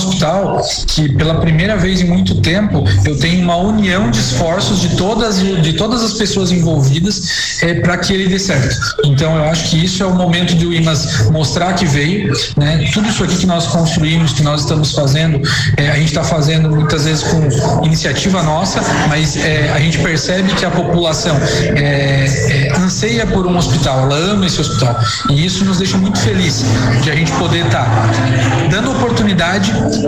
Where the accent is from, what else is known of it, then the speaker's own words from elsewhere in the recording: Armazém, Santa Catarina, Brazil; also born or lived in Tubarão / Florianópolis; Então, eu sou de Armazém, né?